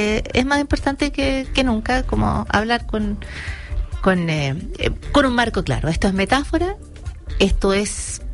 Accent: Chile

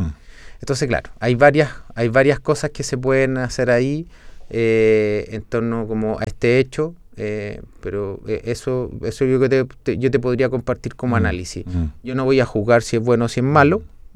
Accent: Chile; Nosotros como chilenos

